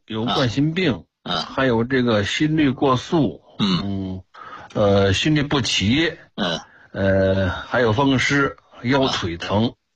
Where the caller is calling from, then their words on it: Hebei, China; 哦，我是河北的。